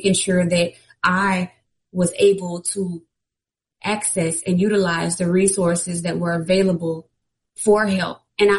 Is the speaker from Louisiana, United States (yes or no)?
yes; Louisiana, United States; I was born and raised in Acadiana, which is around 50 minutes from Southern University, where I currently reside in Lafayette, and I am a proud graduate of Southern University.